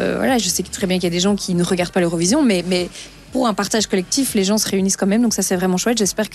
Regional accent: Perwez, Wallonia, Belgium; moi j'ai grandi à Perouet, j'ai jamais déménagé, j'ai vécu mes maternelles, mes primaires à Perouet

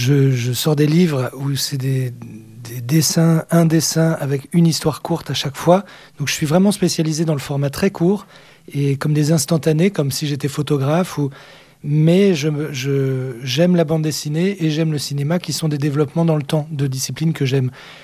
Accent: France; même si moi, je suis français

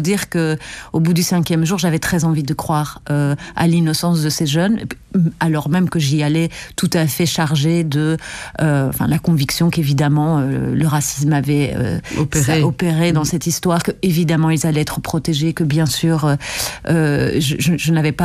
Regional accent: Wallonia, Belgium; Et moi, je suis wallonne, donc j'ai grandi aussi dans la culture wallonne.

